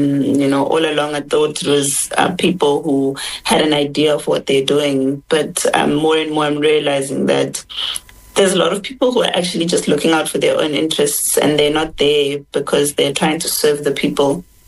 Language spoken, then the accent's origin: English; South Africa; as a South African myself